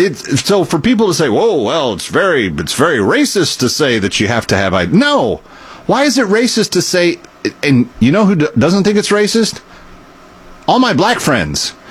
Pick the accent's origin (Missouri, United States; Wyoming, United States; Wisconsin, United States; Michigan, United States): Missouri, United States; born there; I was born in Missouri.